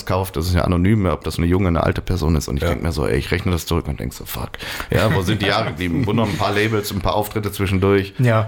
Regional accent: Bochum, North Rhine-Westphalia, Germany; also born or lived in Düsseldorf; Genau, ich bin in Düsseldorf geboren, dann aber im Ruhrgebiet groß geworden und dann, in Bochum.

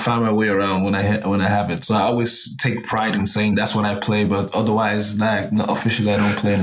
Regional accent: Lagos, Nigeria; now in Berlin, Germany; Orile is a neighborhood that I grew up in Lagos. The furthest, when I go back my memory, that was like the my furthest childhood memory was when I lived in the ghetto, Orile Igamo.

